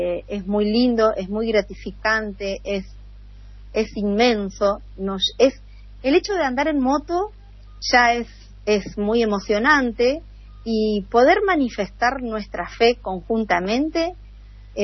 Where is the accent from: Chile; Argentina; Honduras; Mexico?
Argentina; Santo Tomé, Santa Fe; soy de Santo Tomé, Santa Fe … mamá de tres chicos y un nieto